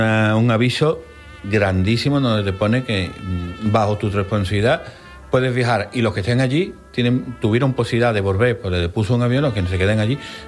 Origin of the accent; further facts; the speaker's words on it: Mexico; Y como soy mexicano, bandolero del siglo XIX, cooperó en Sinaloa y Durango.